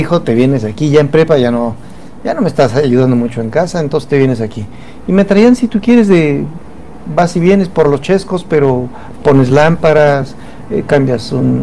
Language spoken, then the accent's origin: Spanish; Querétaro, Mexico; aquí en mi querido Pueblétaro. Sí, los que somos oriundos de Querétaro sabemos a qué me refiero.